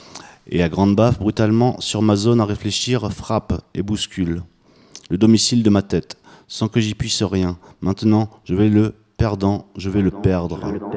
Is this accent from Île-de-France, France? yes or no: yes; Île-de-France, France; accent: Parisian; Je suis repéré, là, c'est bon. J'arrête, je prends mon accent parisien, maintenant.